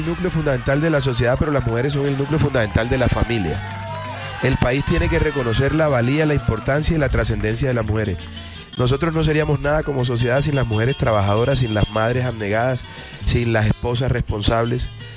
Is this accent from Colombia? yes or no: yes; Caribbean Region, Colombia; also born or lived in Bogotá; En la época en que yo nací, en el año 78, las mujeres del Caribe colombiano venían a Bogotá o iban a Medellín porque había mejores clínicas.